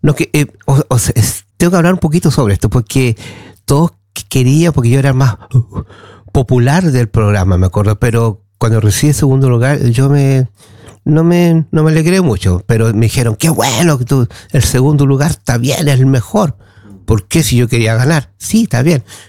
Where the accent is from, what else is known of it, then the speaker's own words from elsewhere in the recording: Chile; now in Västerås, Sweden; soy de Suecia, soy chileno, vengo de Suecia, pero también de Chile